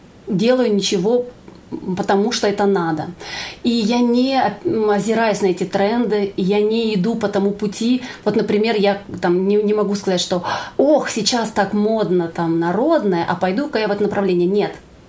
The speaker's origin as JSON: {"language": "Russian", "region": "Siberia", "country": "Russia", "tie": "born or raised there", "said": "большая моя любовь – это моя малая родина. Это несмотря на то, что я уже более 15 лет проживаю в центральном регионе, я очень люблю Сибирь."}